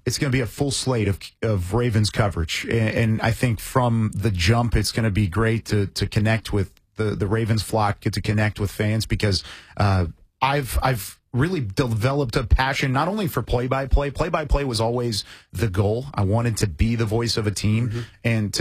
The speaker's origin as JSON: {"language": "English", "town": "Waco", "region": "Texas", "country": "United States", "tie": "born or raised there", "moved": "yes", "said": "I grew up in Waco, Texas"}